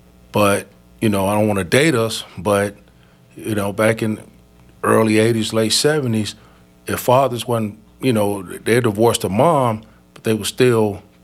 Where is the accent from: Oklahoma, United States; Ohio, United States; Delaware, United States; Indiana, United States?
Indiana, United States; Gary; moved away; also born or lived in Chicago, Illinois; I hail from, I was born and raised in Gary, Indiana, in Chicago.